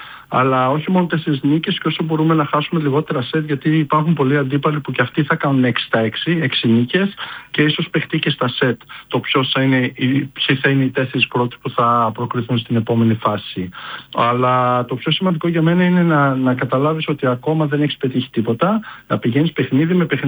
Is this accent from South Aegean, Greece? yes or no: no; Larissa, Thessaly, Greece; Εγώ ξέρω ότι είμαι από Λάρισα, οπότε ξέρω ότι είναι μια πόλη που αγαπάει το βόλιο